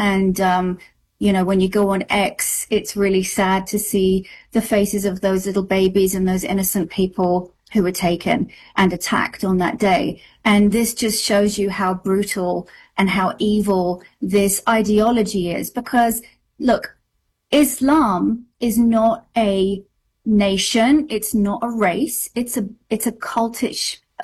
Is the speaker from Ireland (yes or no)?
no; United Kingdom; So I said, well, I'm a British citizen, and this is a democracy, and we have freedom of speech.